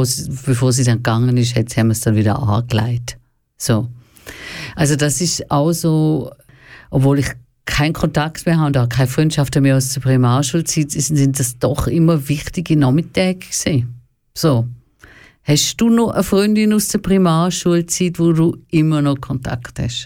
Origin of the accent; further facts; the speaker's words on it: Baden-Württemberg, Germany; moved away; also born or lived in Berlin; Ich bin ja quasi im Schwarzwald aufgewachsen